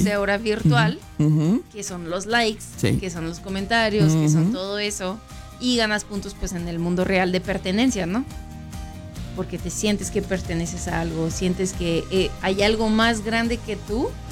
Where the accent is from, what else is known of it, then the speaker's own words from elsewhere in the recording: Mexico; De que no siento que pertenezco como mexicano, porque uh-huh. se ha perdido mucho de la cultura mexicana.